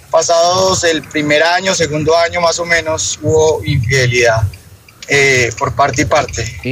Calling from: Pereira, Risaralda, Colombia; Hola, desde la ciudad de Pereira.

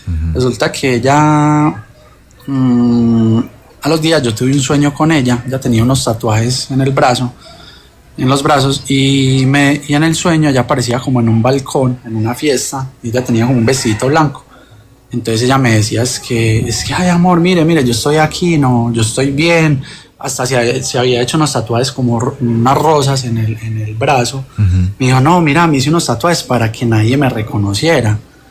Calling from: Bello, Antioquia, Colombia; De Bello, Antioquia.

